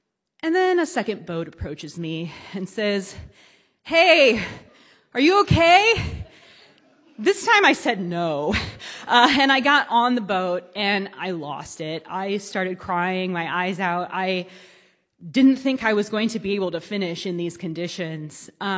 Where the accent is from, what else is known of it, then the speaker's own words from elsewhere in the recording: Michigan, United States; My best friend from growing up in Michigan surprised me at the end.